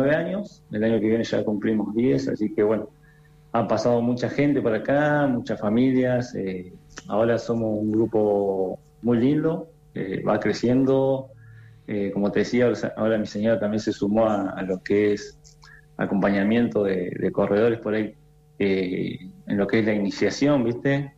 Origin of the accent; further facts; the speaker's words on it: Rawson, Chubut, Argentina; Yo soy de Rawson, toda la vida viví acá en Rawson